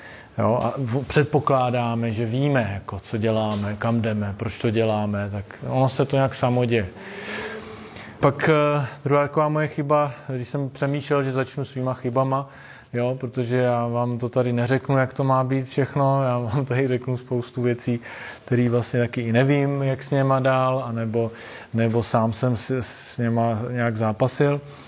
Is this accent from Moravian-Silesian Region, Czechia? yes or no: no; Brno, South Moravian Region, Czechia; Jsem původně z Brna